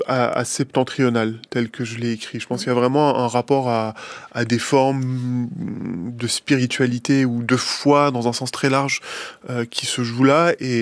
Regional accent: France; je suis français.

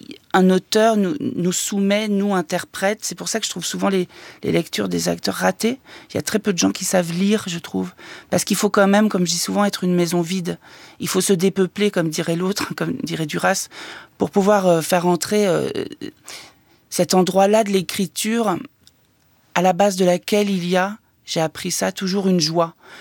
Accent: Nouvelle-Aquitaine, France; now in Paris, France; c'est mon arrivée à Paris, 20 ans. J'obtiens le Conservatoire national d'art dramatique. Je viens du Limousin.

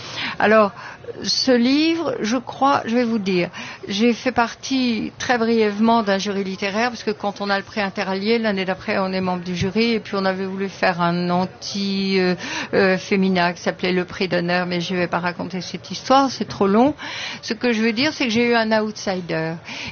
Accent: Toulouse, Occitanie, France; Oui, je suis toulousain aussi

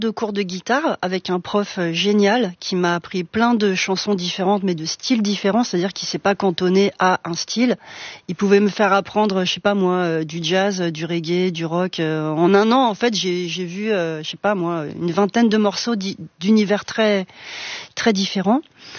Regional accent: Villemomble, Île-de-France, France; also born or lived in Noisy-le-Sec; je suis née à Noisy-le-Sec, mais je n'y ai pas vécu du tout. Moi, j'ai vécu à Villemomble.

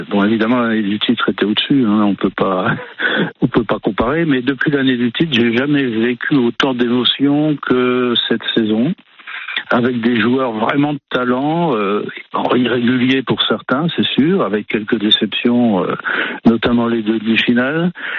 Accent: Strasbourg, Grand Est, France; born there; now in Metz, France; Je suis né à Strasbourg.

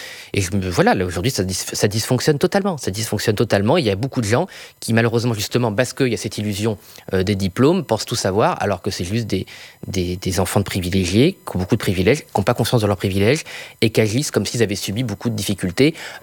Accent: Brittany, France; moi, je suis breton, je suis superstitieux, donc j'essaie de limiter mes rêves. Et comment dire, et voilà, j'étais en Bretagne dans ma famille

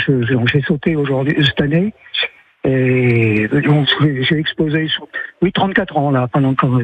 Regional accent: Hénin-Beaumont, Hauts-de-France, France; Oui, bonjour, je suis d'Hénin Beaumont, mais je suis actuellement à Vannes

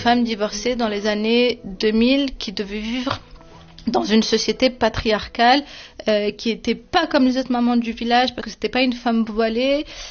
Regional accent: Oujda, Oriental, Morocco; born or raised there

